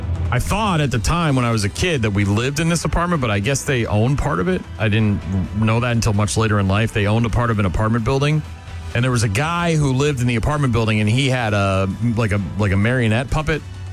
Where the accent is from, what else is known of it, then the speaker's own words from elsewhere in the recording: Nashua, New Hampshire, United States; We moved into a house on Syracuse Road in Nashua, New Hampshire, my hometown. And I grew up there. I spent most of my life there until my early life.